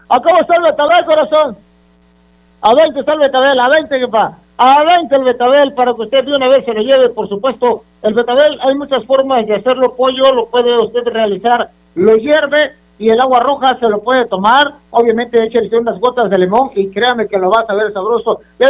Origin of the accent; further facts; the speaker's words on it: Mexico; somos bien mexicanos y pareciera ser que representa nuestra bandera el tomate rojo, la cebolla blanca, el chile verde